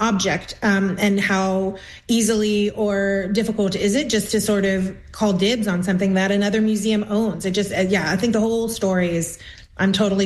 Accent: Texas, United States; moved away; Well, I'm originally from Texas

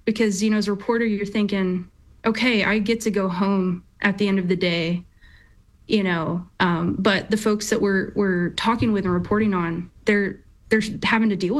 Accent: Leander, Texas, United States; it was really hard for me because I grew up in Leander, which is just about 10 minutes away.

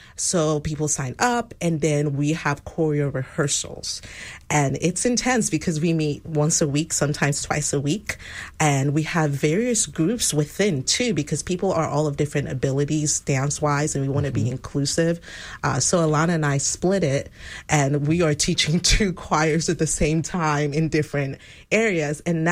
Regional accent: Nigeria; now in Texas, United States; I'm a transplant. I'm originally from Nigeria, and when we moved to Texas

